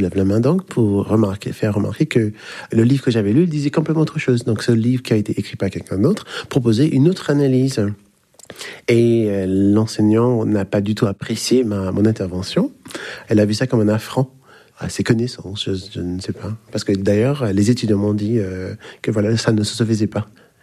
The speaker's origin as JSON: {"language": "French", "country": "St. Vincent & Grenadines", "also_born_or_lived": "Trinidad and Tobago", "lives_now": "France", "said": "Je suis originaire des Antilles anglophones, c'est-à-dire Saint-Vincent et Trinidad et Tobago. Donc moi, je venais d'arriver en France dans un cours de master en syntaxe."}